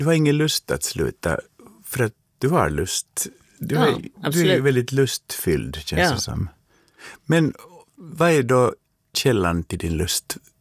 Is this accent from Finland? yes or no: yes; Finland; jag växte upp i Finland och började på 70-talet